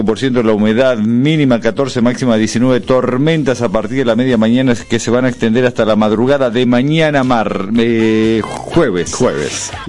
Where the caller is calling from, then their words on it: General Madariaga, Buenos Aires Province, Argentina; Buen día, Daniel, equipo … de General Madariaga, viajando para La Plata en la ruta 56 y 11, por acá todo despejado de momento.